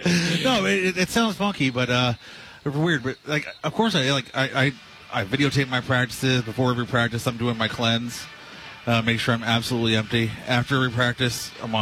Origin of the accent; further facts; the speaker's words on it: Vallejo, California, United States; also born or lived in San Jose, California; I grew up in Vallejo, California